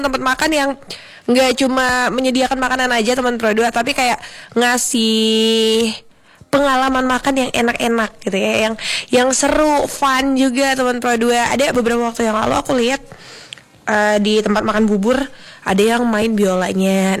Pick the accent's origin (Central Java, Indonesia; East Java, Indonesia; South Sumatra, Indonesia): South Sumatra, Indonesia; Palembang; Ingat semboyan kita sebagai orang Palembang. Belum makan pempek pagi hari itu kayak belum lengkap harinya ya.